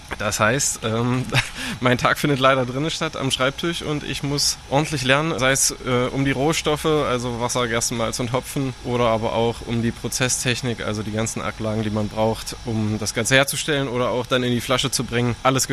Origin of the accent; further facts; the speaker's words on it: Köthen, Saxony-Anhalt, Germany; ich komme aus Köthen